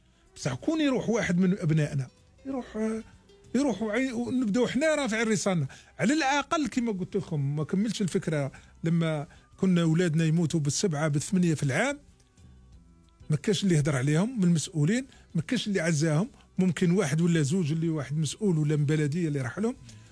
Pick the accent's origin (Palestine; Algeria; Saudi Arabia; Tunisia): Algeria; now in Canada; ما يهمناش كجزائريين ولا كجالية بل كمواطنين كنديين